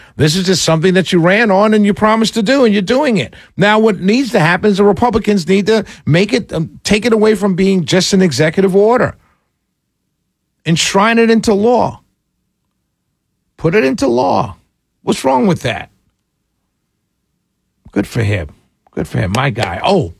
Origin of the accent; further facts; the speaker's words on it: New York City, New York, United States; growing up in New York City, this show was on aired between 1979 and 1985